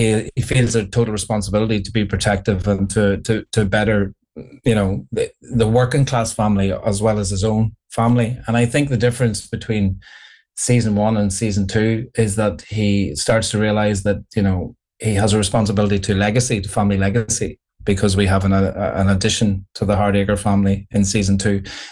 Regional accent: Ireland; accent: Irish

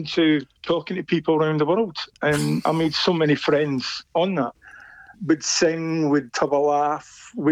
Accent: Edinburgh, Scotland, United Kingdom; moved away as an adult; now in Leicester, United Kingdom; I was born and brought up in Edinburgh.

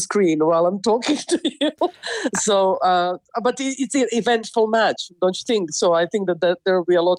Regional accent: Croatia; moved away

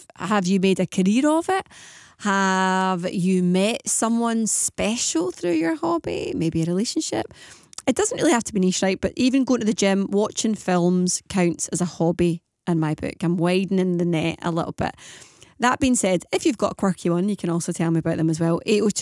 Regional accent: Uddingston, Scotland, United Kingdom; Right, I'm from Uddingston as well, so I wonder if there's like some sort of, is there some sort of Lanarkshire connection that means I should be good at it?

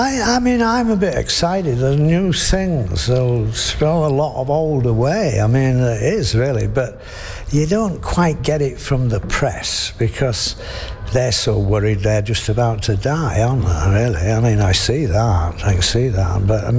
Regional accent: England, United Kingdom; I'm English. I feel deeply English. I love it.

